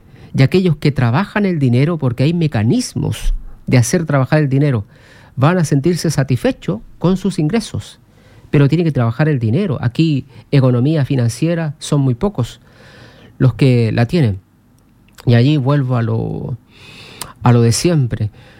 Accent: Chile

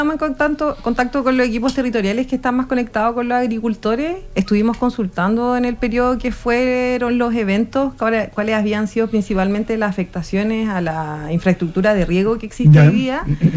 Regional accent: Iquique, Tarapacá, Chile; soy iquiqueña, estudié en la Universidad Arturo Prat, Ingeniería en Agronomía

